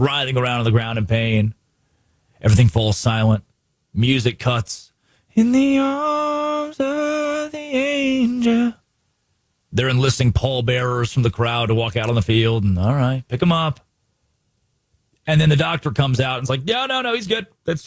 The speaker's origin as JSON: {"language": "English", "region": "Arkansas", "country": "United States", "tie": "born or raised there", "said": "California, where I grew up in Valonia, Arkansas."}